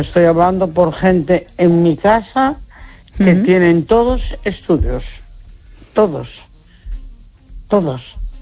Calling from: Neda, Galicia, Spain; Hola, buenas noches, Esther.

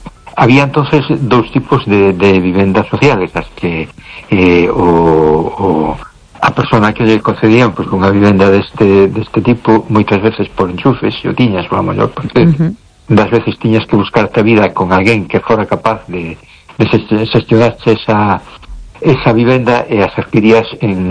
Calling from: A Coruña, Galicia, Spain; Buenas noches. … de Coruña. ¿Qué tal estamos?

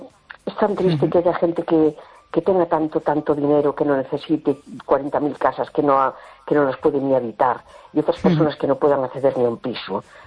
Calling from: A Coruña, Galicia, Spain; Hola, buenas noches … de La Coruña.

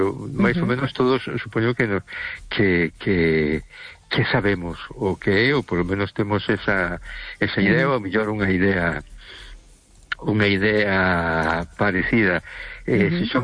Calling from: A Coruña, Galicia, Spain; Hola, boa noite … de Coruña.

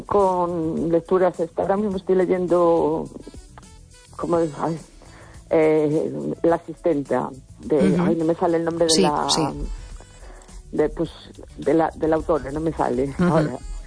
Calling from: A Coruña, Galicia, Spain; de La Coruña.

